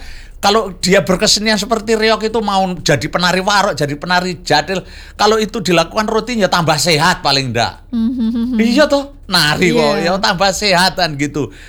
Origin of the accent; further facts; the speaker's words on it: East Java, Indonesia; kita orang Jawa Timur, khususnya Ponorogo